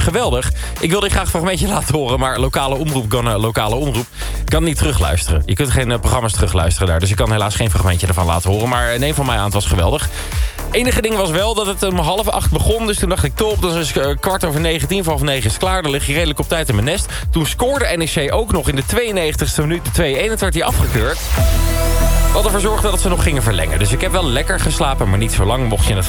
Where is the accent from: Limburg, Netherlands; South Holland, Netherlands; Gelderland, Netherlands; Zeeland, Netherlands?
Gelderland, Netherlands; Nijmegen; Ik ben geboren en getogen in Nijmegen.